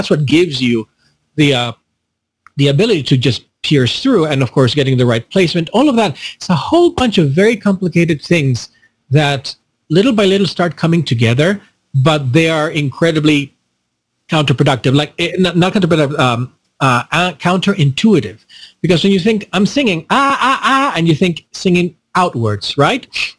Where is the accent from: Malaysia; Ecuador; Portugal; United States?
Ecuador; In Latin America, I'm originally from Ecuador